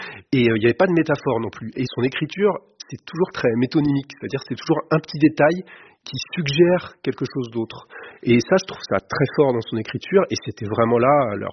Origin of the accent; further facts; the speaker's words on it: Lisieux, Normandy, France; Moi, je venais de Lisieux, lui.